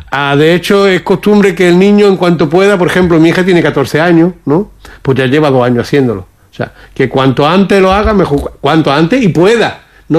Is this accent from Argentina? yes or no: no; Melilla, Spain; Nosotros, vale, en Melilla, como venimos de la expulsión de España de 1492, de haber convivido con la población bereber en el norte de África